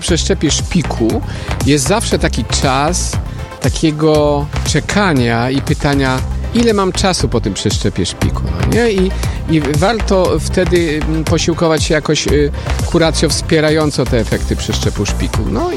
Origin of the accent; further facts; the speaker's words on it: Silesian Voivodeship, Poland; Pochodzę z Podtarnowskich Gór, czyli z terenów Śląska